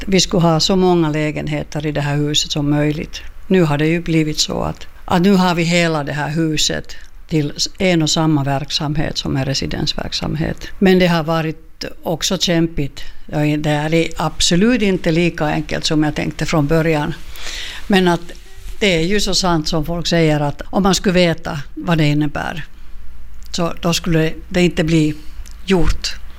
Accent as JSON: {"language": "Swedish", "country": "Finland", "also_born_or_lived": "Stockholm, Sweden", "moved": "yes", "lives_now": "Korpo, Finland", "said": "jag blev trött att bo i Sverige helt enkelt. Att jag alltid var den här finländaren. Och jag flyttade då till Finland"}